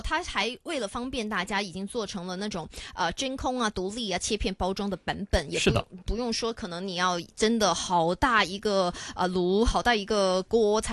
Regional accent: China; 我们中国人

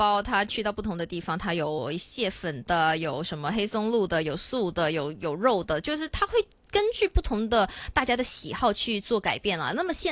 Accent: China; 我们中国人

